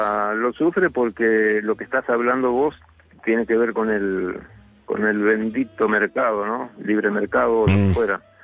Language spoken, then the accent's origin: Spanish; González Catán, Buenos Aires Province, Argentina; moved away as an adult; now in Mallorca, Spain; se dio que un muchacho del barrio, de yo soy de González Catán, en Argentina, estaba viviendo en Mallorca